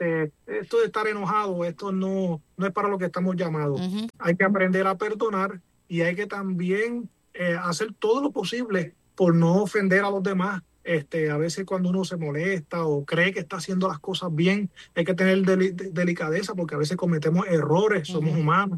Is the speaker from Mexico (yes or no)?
no; San Sebastián, Puerto Rico; la gente del oeste, que es de donde yo vengo. Yo soy natural de San Sebastián.